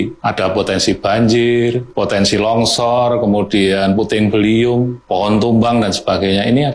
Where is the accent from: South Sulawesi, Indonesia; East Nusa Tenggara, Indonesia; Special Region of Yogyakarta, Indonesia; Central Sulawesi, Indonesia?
Special Region of Yogyakarta, Indonesia; kita warga Yogyakarta ini hidup di dalam potensi bencana gempa.